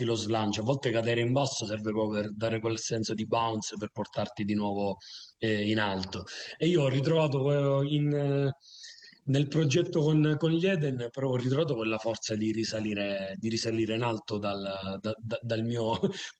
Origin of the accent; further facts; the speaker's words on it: Priolo, Sicily, Italy; io sono in un paesino, nel mio paesino che si chiama Priolo ed è in provincia di Siracusa, quindi sul versante ionico della Sicilia sud-orientale